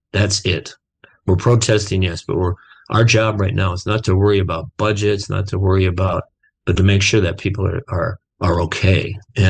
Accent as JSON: {"language": "English", "town": "Austin", "region": "Minnesota", "country": "United States", "tie": "born or raised there"}